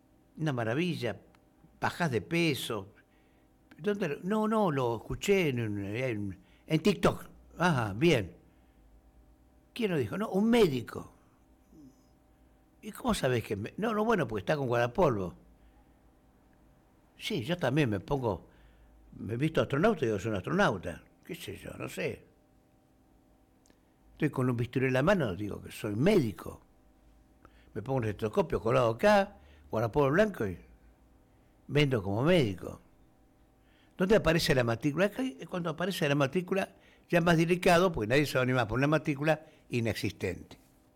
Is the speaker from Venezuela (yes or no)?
no; Argentina; Qué generosos somos los argentinos.